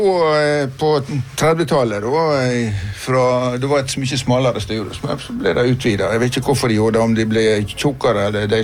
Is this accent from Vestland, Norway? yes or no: yes; Aske, Vestland, Norway; Jeg er nå fra Aske, da. Jeg er nå oppvokst på Aske, da.